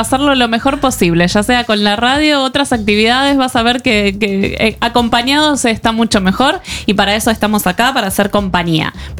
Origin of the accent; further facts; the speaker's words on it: Argentina; tanto los que somos acá argentinos, chilenos, sobre la cultura boliviana en esta vuelta